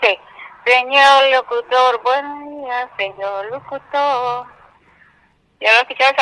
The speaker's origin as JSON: {"language": "Spanish", "town": "Jiquipilas", "region": "Chiapas", "country": "Mexico", "tie": "born there", "moved": "yes", "lives_now": "Coatzacoalcos, Mexico", "said": "Yo dejé mi ombligo allá en el estado de Chiapas."}